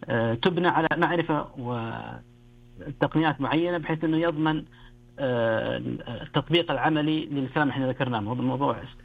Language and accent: Arabic; Saudi Arabia; هي مش تقنيات المياه الموجودة عندنا في السعودية.